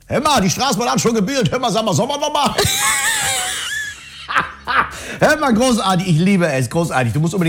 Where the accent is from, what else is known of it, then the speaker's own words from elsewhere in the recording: North Rhine-Westphalia, Germany; Ich komme ja aus dem Rheinland, verstehst du? Ich komme ja aus der Nähe von Köln, der Parkplatz von Köln.